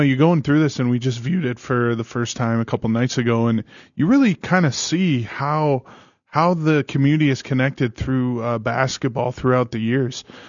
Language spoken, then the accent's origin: English; Chicago, Illinois, United States; And I'm from Chicago and it's cool to watch this small town, you know, whatever.